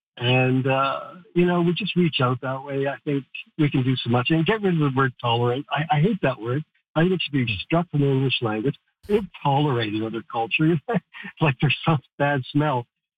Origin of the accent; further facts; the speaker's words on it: Toronto, Ontario, Canada; moved away as an adult; also born or lived in Calgary, Alberta / northern Alberta; now in Chetwynd, Canada; I grew up around Toronto. I experienced diversity. I came to Chetwynd